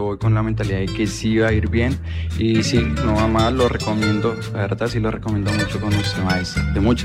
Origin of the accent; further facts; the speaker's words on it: Cambao, Cundinamarca, Colombia; yo soy de Cambao.